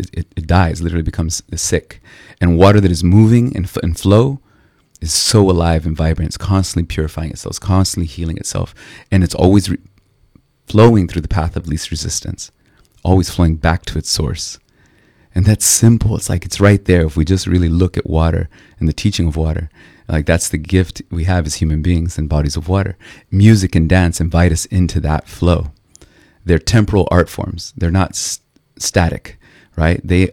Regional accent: São José dos Campos, São Paulo, Brazil; born there; English is a second language; Yeah, São José dos Campos in São Paulo, Brazil. Yeah, my father's from Mexico, and my mother's Brazilian, Mineira. And so I grew up kind of between worlds, if you could say.

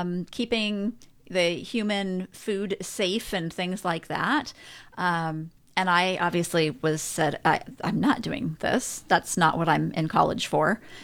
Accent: Kirkland, Washington, United States; now in Olympic Peninsula, United States; So Western Washington. I grew up in Juanita, Kirkland area and moved over here in 99.

